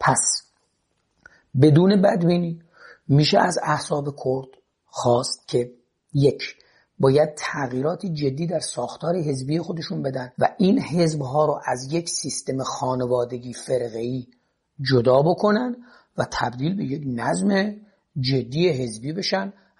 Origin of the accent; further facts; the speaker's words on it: Gilan, Iran; من به عنوان یک گیلک